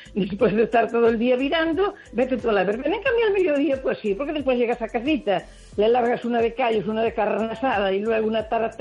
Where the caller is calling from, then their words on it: Spain; Aquí en Campo Longo, estamos en patrón, Santa Margarita.